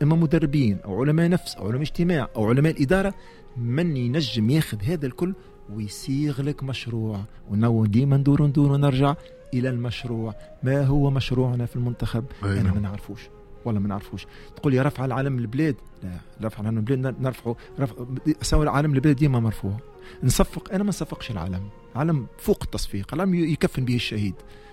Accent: Tunisia; moved away as an adult; أنا خرجت من تونس، خليت أمي الله يرحمها وراي ودمع على عيني

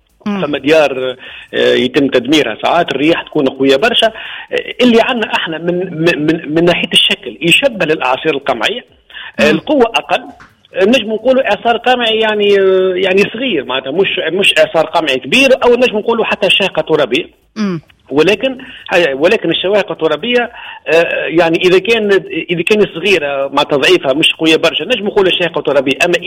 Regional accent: Menzel Fersi, Monastir Governorate, Tunisia; منزل فارسي، مش بعيد برشا اللي هي معناتها مدينتي

